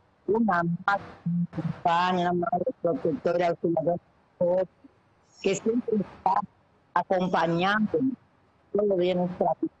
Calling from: La Vega, Dominican Republic; Desde aquí de La Vega, soy dominicana.

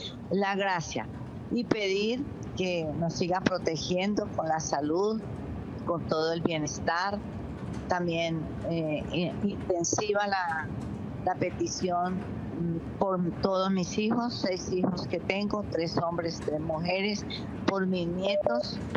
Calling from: Garzón, Huila, Colombia; Llamo de Garzón Huila, Colombia.

